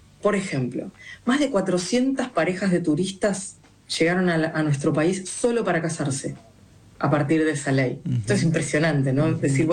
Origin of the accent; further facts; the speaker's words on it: Argentina; Qué bueno poder traer a esta mesa cosas que nos ponen como argentinos a la vanguardia